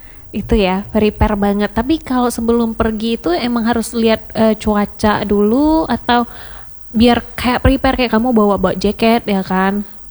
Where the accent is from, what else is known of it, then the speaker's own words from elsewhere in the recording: Indonesia; kalau soal makanan kita orang Indo ini emang enggak bisa jauh-jauh dari sambel-sambel ya.